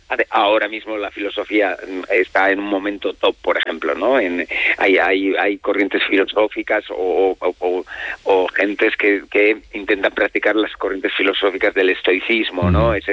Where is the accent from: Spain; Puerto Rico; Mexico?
Spain; Calahorra, La Rioja; los he traído a mi ciudad y a otras localidades de La Rioja también